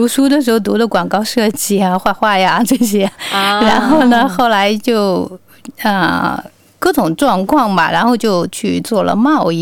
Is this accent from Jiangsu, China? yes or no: yes; Jiangsu, China; moved away as an adult; now in Adelaide, Australia; 因为我呢是来自于江苏，2009年的时候登陆我们阿德，那么我挺喜欢这个城市，因为阿德跟我们的家乡基本上差不多大小的